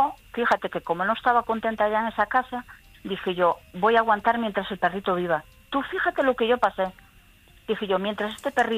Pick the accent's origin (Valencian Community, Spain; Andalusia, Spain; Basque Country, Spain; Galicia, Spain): Galicia, Spain; O Grove; que yo soy de Galicia, de La Lanzada, no sé si conoces esta zona, que es muy bonita.